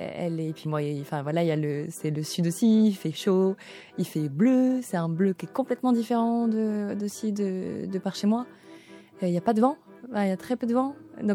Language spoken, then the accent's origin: French; Saint-Nazaire, Pays de la Loire, France; also born or lived in Angers; now in Albi, France; je viens de Saint-Nazaire, où j'ai grandi, j'ai fait mes études sur Angers, et je suis arrivée après à Albi